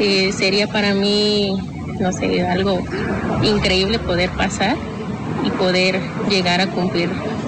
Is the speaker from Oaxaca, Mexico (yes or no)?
yes; Oaxaca de Juárez, Oaxaca, Mexico; Soy originaria de Oaxaca, Oaxaca de Juárez